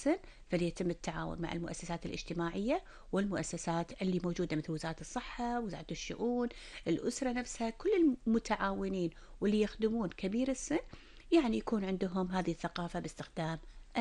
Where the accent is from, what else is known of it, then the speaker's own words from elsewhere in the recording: Kuwait; عندنا بالكويت